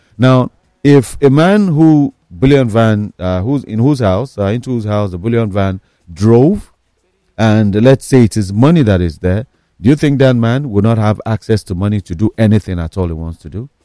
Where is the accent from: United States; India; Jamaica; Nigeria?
Nigeria